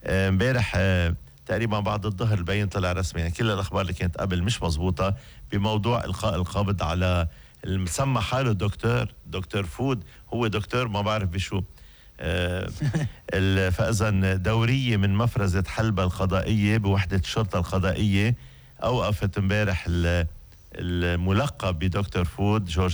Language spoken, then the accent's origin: Arabic; Lebanon; والله حرام انه نحن كشعب لبناني معروف عنا قد ايه مثقفين وقد ايه عنا طموح